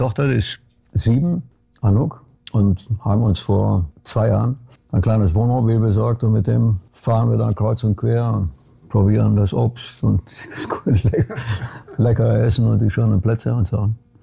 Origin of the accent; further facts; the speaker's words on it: Brașov, Brașov County, Romania; moved away; Ich bin geboren in Kronstadt in Rumänien im Karpatenbogen. Und das ist vielleicht nicht ganz so hoch, aber auch gebirgig. Karpaten sind auch wunderschön. Und ich nehme an, dass so meine Kindheit und die Zeit, die wir da unten gelebt haben, das einem so hinterlassen hat.